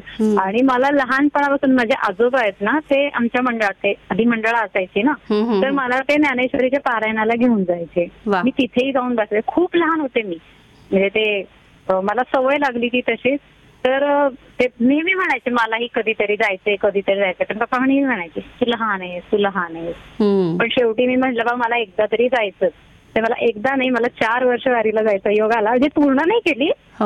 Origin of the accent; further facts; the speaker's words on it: Pune, Maharashtra, India; मी पेठेत राहायला माझं बालपण गेलं, म्हणजे गुरुवार पेठेत